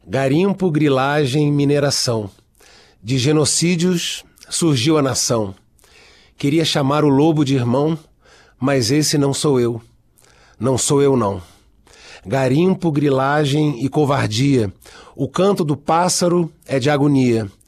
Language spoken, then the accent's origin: Portuguese; Rio de Janeiro, Brazil; born there; Porque eu nasci no Rio de Janeiro.